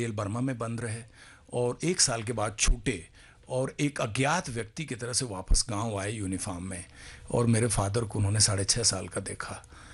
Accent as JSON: {"language": "Urdu", "town": "Chauri Chaura", "region": "Uttar Pradesh", "country": "India", "tie": "born or raised there", "said": "میں ایک بڑے مشکل علاقے میں پیدا ہوا تھا, چوری چورا تحصیل گورکھپور ڈسٹرکٹ."}